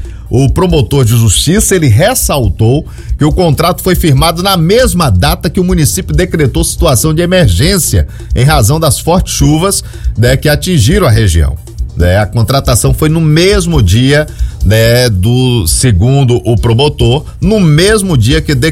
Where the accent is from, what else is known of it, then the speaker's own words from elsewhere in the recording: Feira de Santana, Bahia, Brazil; moved away; Nós estivemos lá na minha terra natal, em Feira de Santana